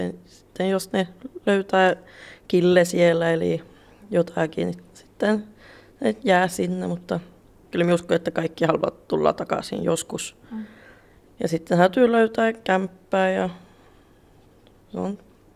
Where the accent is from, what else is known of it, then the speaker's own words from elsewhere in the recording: Pajala, Norrbotten County, Sweden; No, jag är ju uppväxt i Pajala.